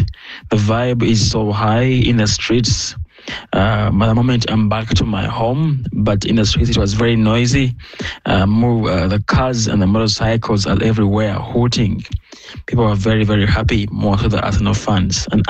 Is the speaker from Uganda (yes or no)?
yes; Masaka, Central Region, Uganda; from Masaka, Uganda.